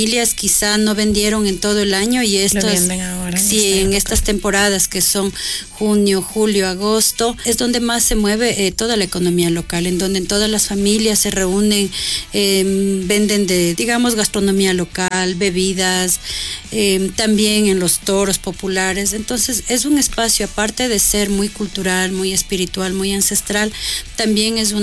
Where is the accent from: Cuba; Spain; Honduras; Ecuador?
Ecuador; Cayambe, Pichincha; yo crecí en Cayambe, en una comunidad indígena, en Pamamarquito, en la parroquia Otón.